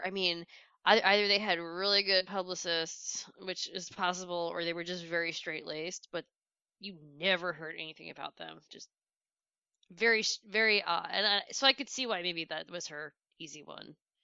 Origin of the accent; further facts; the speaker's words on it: New York, United States; I'm the same age as Don Jr. I'm older than Ivanka. I grew up in New York, and Trump was big.